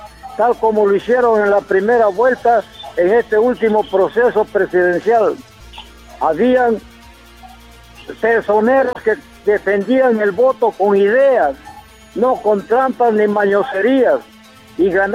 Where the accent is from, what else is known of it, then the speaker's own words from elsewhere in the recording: Cajamarca, Peru; moved away; allá en mi tierra, en Cajamarca